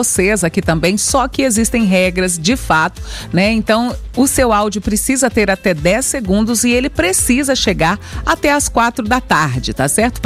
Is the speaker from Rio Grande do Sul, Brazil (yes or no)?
no; Minas Gerais, Brazil; born there; A gente que nasceu em Minas, sim. A gente é mineiro